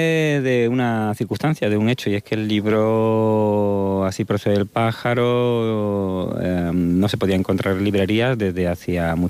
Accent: Andalusia, Spain; a mí no me gustaría nada que como andaluz se utilizase mi literatura o mi poesía como una seña de identidad andaluza.

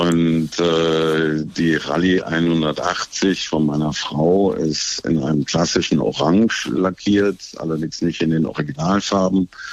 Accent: North Rhine-Westphalia, Germany; born or raised there

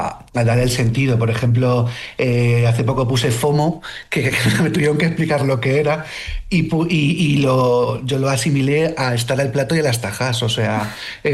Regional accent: Castilla-La Mancha, Spain; accent: castellano manchego; castellano manchego tiene una dicción muy parecida a la madrileña, mientras que la gente de a pie y llana hablamos con acento

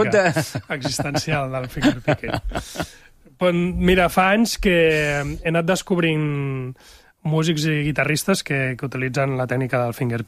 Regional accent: Barcelona, Catalonia, Spain; moved away as an adult; now in L'Ametlla del Vallès, Spain; sóc de Barcelona, del barri d'Horta, estic empadronat a la Garriga, però visc a l'Ametlla.

